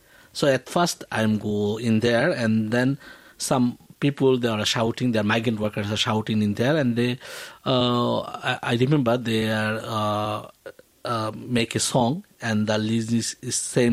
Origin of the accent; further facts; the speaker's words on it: Bangladesh; English is a second language; moved away as an adult; now in South Korea; Actually, I am from Bangladesh in 1998 in Korea, and I got married 2004, and I applied the citizen, and then 2009 I get the citizenship.